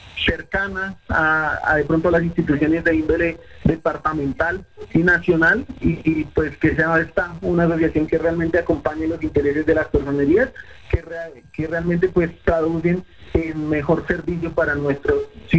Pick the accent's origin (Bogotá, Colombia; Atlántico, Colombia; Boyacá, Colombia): Boyacá, Colombia; Ramiriquí; luego estuve en mi tierra, en Ramiriquí, donde estoy oriundo.